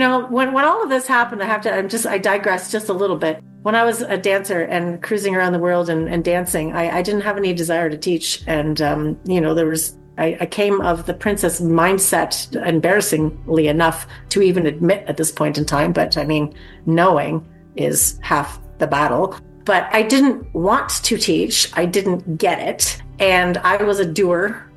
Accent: Brantford, Ontario, Canada; given that I'm from Brantford

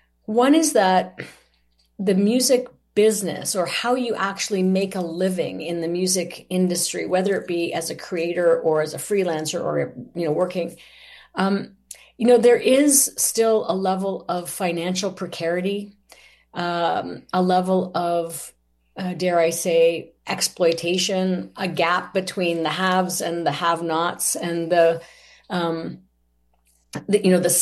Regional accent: Canada; As much as we like to think here in Canada that, you know, well, we're Canadian

